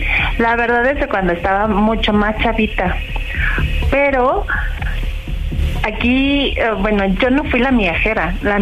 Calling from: Mexico City, Mexico; Soy de aquí, de Ciudad de México.

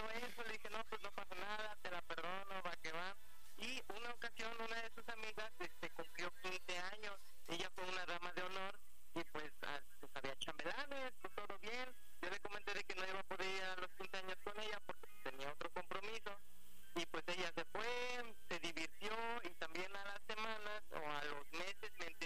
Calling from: Xalapa, Veracruz, Mexico; Tengo 16, estoy de aquí, de Jalapa.

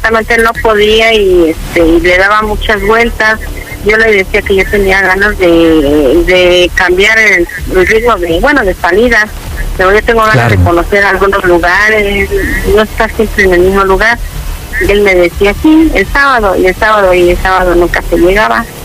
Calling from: Mexico City, Mexico; Tengo 56 años y vengo de aquí de Azcapotzalco.

